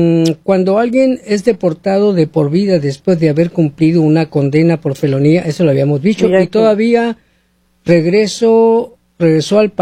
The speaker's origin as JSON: {"language": "Spanish", "country": "Mexico", "said": "Gracias, soy mexicano."}